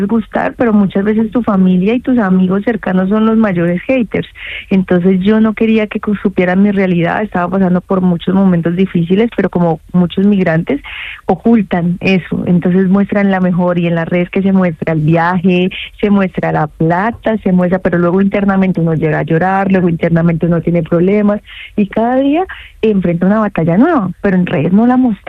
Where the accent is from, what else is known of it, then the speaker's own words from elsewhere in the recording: Bogotá, Bogotá Capital District, Colombia; moved away as an adult; also born or lived in Galicia, Spain; now in Madrid, Spain; en mi caso, mi familia es, mi mamá es de Santander y mi papá es de Boyacá, entonces por eso se le llama rolos.